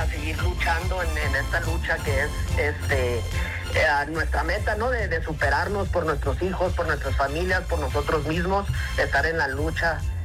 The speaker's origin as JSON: {"language": "Spanish", "country": "Mexico", "said": "los mexicanos"}